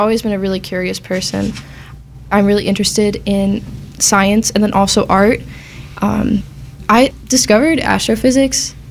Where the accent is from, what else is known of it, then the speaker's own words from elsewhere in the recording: Newport, Rhode Island, United States; I'm 17 and I'm from Newport, Rhode Island.